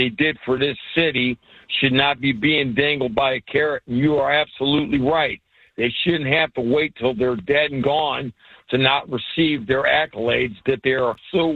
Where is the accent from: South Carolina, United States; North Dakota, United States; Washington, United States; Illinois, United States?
Illinois, United States; Chicago; born there; I was born up in the Chicago area